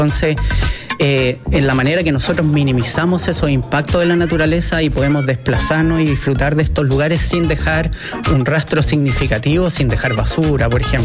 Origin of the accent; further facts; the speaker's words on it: Santiago, Santiago Metropolitan Region, Chile; Yo vengo como de acá de Santiago originalmente